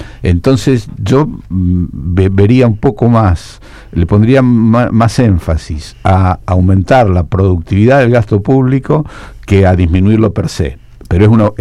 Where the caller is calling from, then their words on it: Rosario, Santa Fe, Argentina; Acá en la zona de los puertos de Rosario